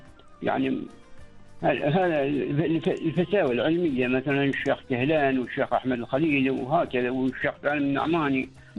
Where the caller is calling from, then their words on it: Wadi Al Maawil, South Al Batinah, Oman; من قرية الطوية من ولاية وادي المعاول.